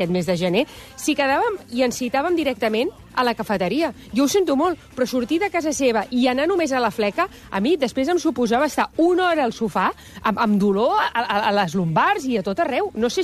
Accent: Badalona, Catalonia, Spain; jo que sóc de Badalona

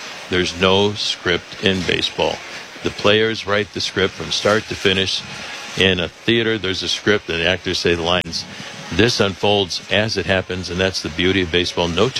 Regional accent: Chicago, Illinois, United States; growing up in Chicago.

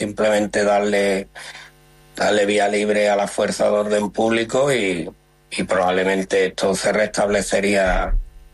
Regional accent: Gerena, Andalusia, Spain; Yo creo que, como has dicho, soy de Gerena

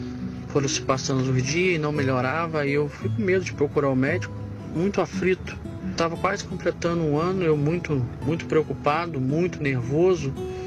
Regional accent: Duas Barras, Rio de Janeiro, Brazil; eu sou aqui de Duas Barras, interior do Rio de Janeiro.

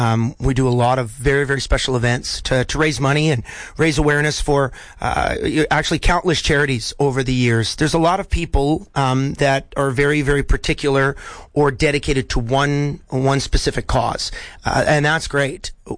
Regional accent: Canada; As a Canadian, you're never, ever allowed to brag, because if you do that, they take away your passport.

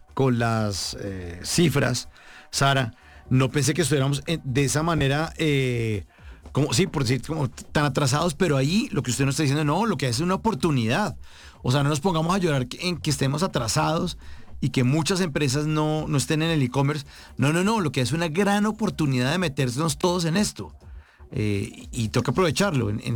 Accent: Colombia; los colombianos somos de los que, no sé, nos entregan un producto y lo armamos sin leer las instrucciones.

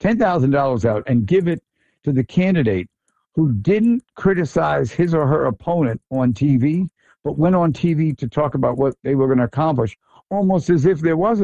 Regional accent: New York, United States; We're both from Long Island, and we worked on a project that didn't come to fruition a few years ago

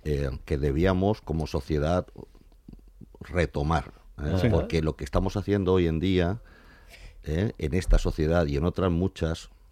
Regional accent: Ceuta, Spain; Yo soy de Ceuta y me he criado en Ceuta.

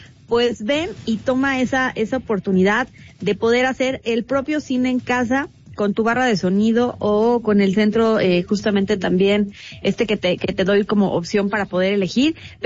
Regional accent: Mexico; nosotros como buenos mexicanos sabemos del cómo se mueve la economía

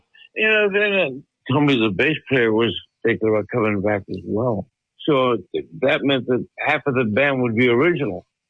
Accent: Tampa, Florida, United States; also born or lived in New York City; No. I grew up in Tampa, Florida. Born in New York City. But I'm here since I'm two.

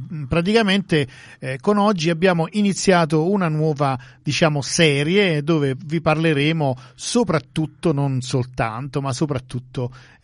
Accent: San Giorgio La Molara, Campania, Italy; born there; moved away; al mio paese, a San Giorgio la Molara

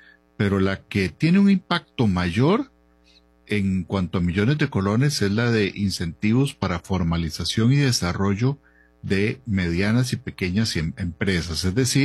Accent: Costa Rica

